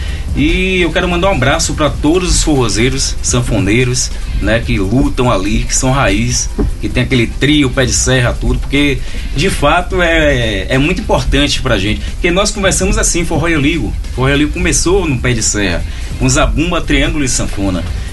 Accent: Salvador, Bahia, Brazil; mesmo sendo da capital, que eu sou soteropolitano.

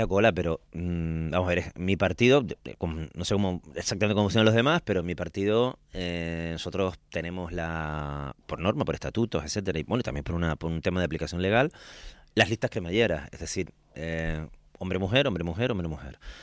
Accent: San Cristóbal de La Laguna, Canary Islands, Spain; ahora voy a hablar como lagunero

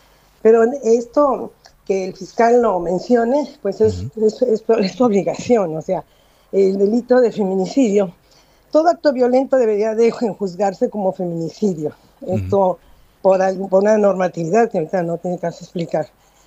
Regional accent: Mexico

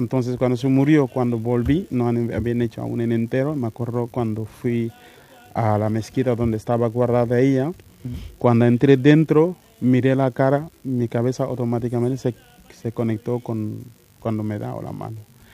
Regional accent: Senegal

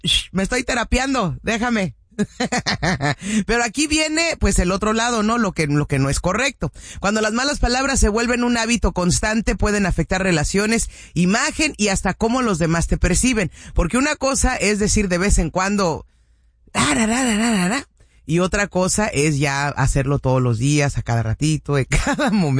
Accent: Cuernavaca, Morelos, Mexico; soy de Cuernavaca, Morelos, pues casi, soy chilanguita.

